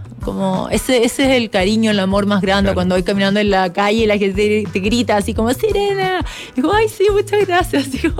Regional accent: Chile

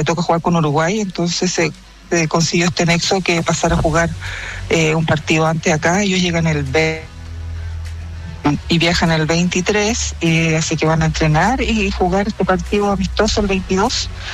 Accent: Santiago, Santiago Metropolitan Region, Chile; No, soy de Santiago.

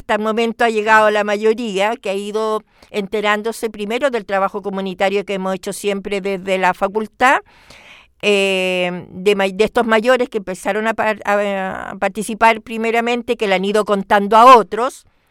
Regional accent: Valparaíso, Chile; Yo soy porteña, así que he crecido escuchando tango.

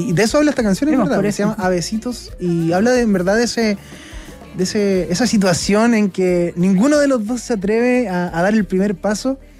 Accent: Curicó, Maule, Chile; Yo soy de Curicó.

